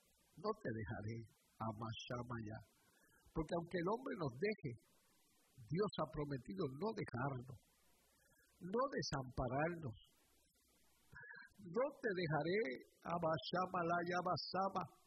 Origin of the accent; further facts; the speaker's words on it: Puerto Rico; moved away as an adult; now in New York, United States; cuando vine de Puerto Rico para acá, tenía 17, 18 años